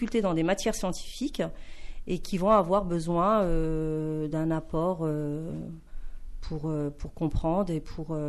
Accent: Gourincourt, France; je parle souvent de Gourincourt, c'est parce que je suis originaire de Gourincourt

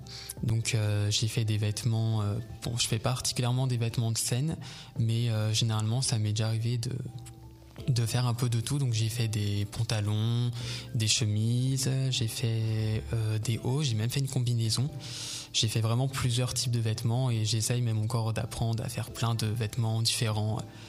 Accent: Troyes, Grand Est, France; Alors, je suis né à l'hôpital de Troyes, et donc j'ai grandi à Troyes toute mon enfance. Et au jour d'aujourd'hui, du coup, j'habite Sainte-Savine, toujours près de Troyes.

